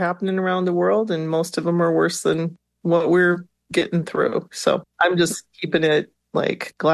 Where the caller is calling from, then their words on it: Minneapolis, Minnesota, United States; I am joining you from Minneapolis, Kekapikang.